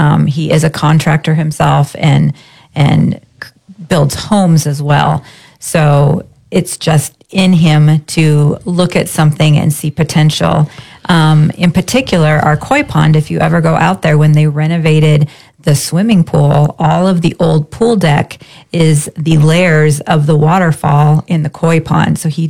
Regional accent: Pacific Northwest, United States; now in St. David, United States; I am from the Northwest originally

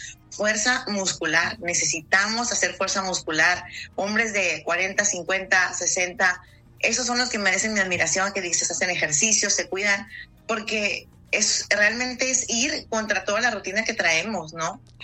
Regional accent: Mexico; ¿a poco no somos los latinos mexicanos?

